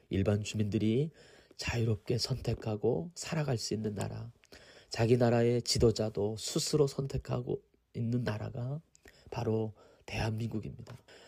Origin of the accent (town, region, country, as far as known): North Korea; now in South Korea